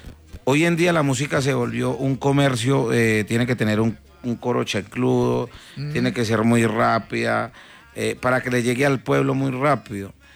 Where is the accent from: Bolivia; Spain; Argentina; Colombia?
Colombia; Yo soy un campesino colombiano que trabajo el agro